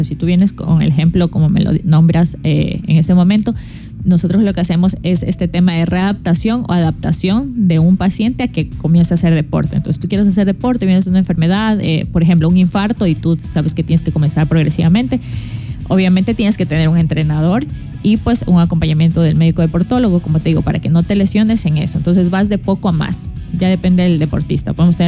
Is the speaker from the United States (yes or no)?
no; Ecuador; now in Santo Domingo, Ecuador; Voy a hacer el Ironman de Ecuador, obviamente, porque quiero correr todos los años en mi país.